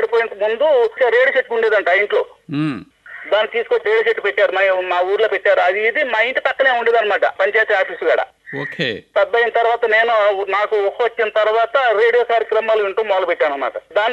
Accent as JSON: {"language": "Telugu", "region": "Andhra Pradesh", "country": "India", "tie": "born or raised there", "said": "నేను మచిలీపట్నం నుంచి"}